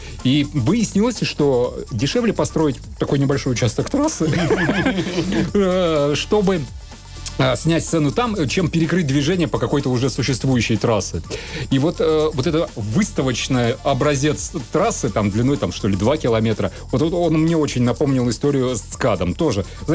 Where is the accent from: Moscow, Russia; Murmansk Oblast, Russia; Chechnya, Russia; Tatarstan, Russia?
Murmansk Oblast, Russia; Polyarny; now in Murmansk, Russia; я просто вырос не в Мурманске, а в Полярном